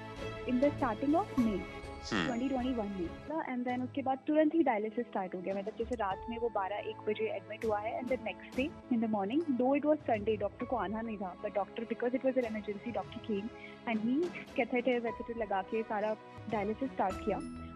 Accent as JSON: {"language": "Hindi", "region": "Assam", "country": "India", "tie": "born there", "lives_now": "Bangalore, India", "said": "मेरे father air force में थे, तो मेरा जन्म आसाम में हुआ था और मैं डिफरेंट स्टेट्स में बड़ी हुई हूँ।"}